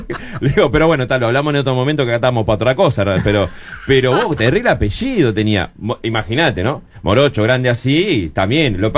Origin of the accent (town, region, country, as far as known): Uruguay